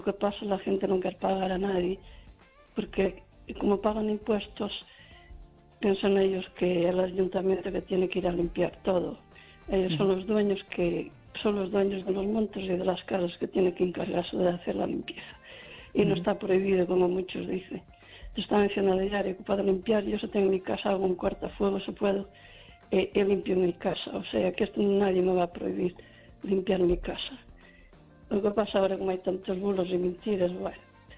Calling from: Lugo, Galicia, Spain

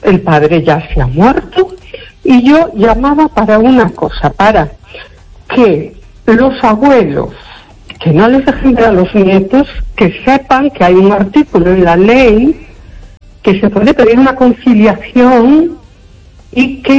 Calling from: Galicia, Spain; De la zona de la Costa de la Morte.

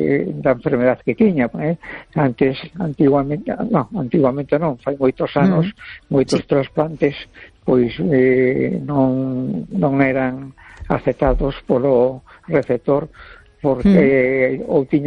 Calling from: A Coruña, Galicia, Spain; de La Coruña.

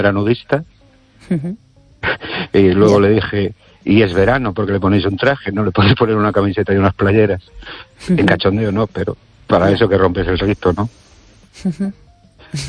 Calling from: Ourense, Galicia, Spain; de Orense

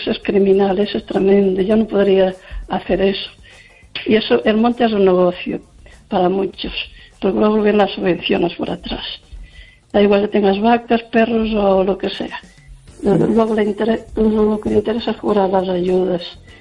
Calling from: Lugo, Galicia, Spain

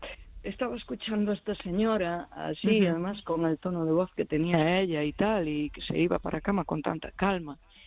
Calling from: Galicia, Spain; Pues soy la del Barbanza

